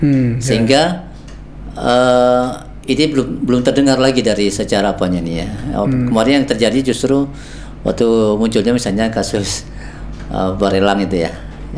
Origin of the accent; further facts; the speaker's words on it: Riau Islands, Indonesia; now in Riau, Indonesia